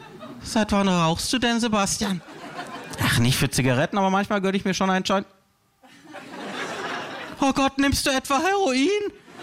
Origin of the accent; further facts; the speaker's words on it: Freiburg, Baden-Württemberg, Germany; Mutter ruft aus meiner Heimatstadt Freiburg an.